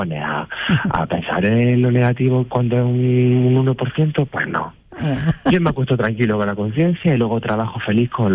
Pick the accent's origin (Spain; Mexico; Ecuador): Spain; Úbeda, Andalusia; A Úbeda, mi tierra, mi preciosa ciudad